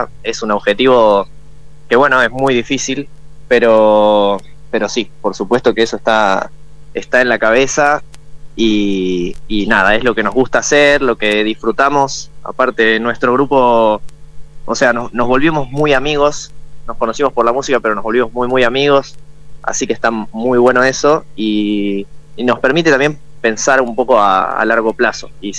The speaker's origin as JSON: {"language": "Spanish", "town": "Venado Tuerto", "region": "Santa Fe", "country": "Argentina", "moved": "as an adult", "lives_now": "Rosario, Argentina", "said": "nosotros, Lucas y yo, que somos quienes armamos la banda, somos de Venado Tuerto, una ciudad que está a 180 kilómetros de Rosario. Así que la banda nace en Venado y bueno, como nos vinimos a estudiar a Rosario"}